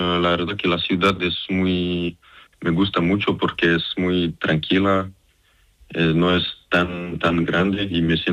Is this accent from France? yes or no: yes; Montpellier, Occitania, France; Spanish is a second language; yo nació ahí en Francia, pero a mí toda mi familia es de Serbia y solo yo nací en Francia con mi hermano.